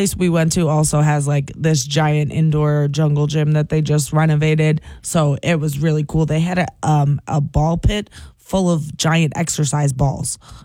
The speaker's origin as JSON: {"language": "English", "region": "New York", "country": "United States", "tie": "born or raised there", "said": "I grew up near Guptill's roller skating arena."}